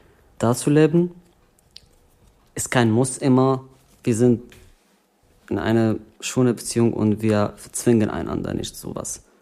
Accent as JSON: {"language": "German", "country": "Syria", "second_language": "German", "moved": "yes", "said": "Ich glaube, das ist schwierig für jeden Mensch, der sagt, ja, ich möchte nicht zu meinem Heimatland zurück. Das kann nicht sein. Und trotz aller dieser Katastrophe, die in Syrien passiert, ich kann nicht Syrien lassen für immer."}